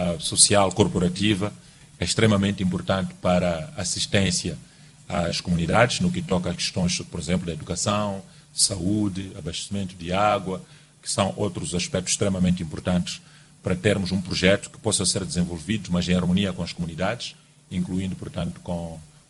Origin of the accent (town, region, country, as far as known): Mozambique